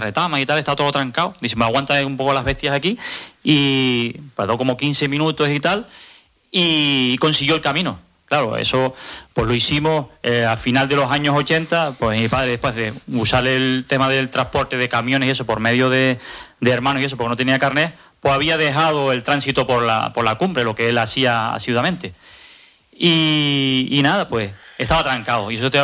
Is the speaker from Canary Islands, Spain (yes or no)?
yes; Los Realejos, Canary Islands, Spain; soy de Ico del Alto, de un pueblo un barrio de Los Ralejos. Vengo de familia de tratante de bestias y cochinero.